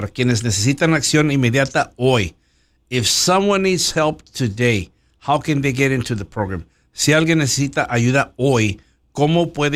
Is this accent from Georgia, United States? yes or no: no; Pharr, Texas, United States; because I'm from Far.